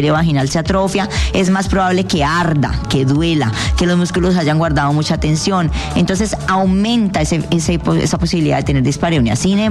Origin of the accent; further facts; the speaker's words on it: Colombia; Soy colombiana